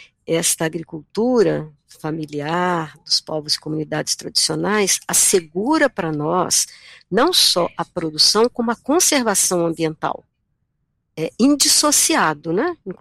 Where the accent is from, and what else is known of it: Minas Gerais, Brazil